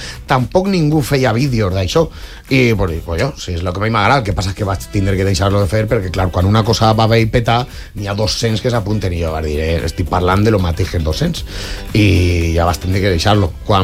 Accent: Valencia, Valencian Community, Spain; I sí, soc de Torrefiel. Soc més de barriques columpios. Entonces, clar, la manera de ver la vida d'un xic de Torrefiel.

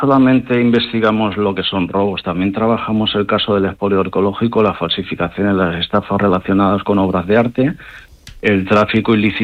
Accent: Valencian Community, Spain; Y ya, como valencianos, reservándonos de la comunidad valenciana, pues por ejemplo Sorolla

